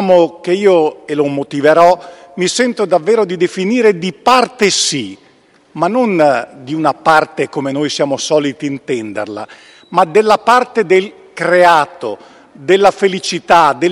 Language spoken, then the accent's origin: Italian; Trentino-Alto Adige, Italy; Ma io lo voglio anche ricordare perché ha avuto con la mia terra d'origine, il Trentino, un rapporto particolarmente forte e importante.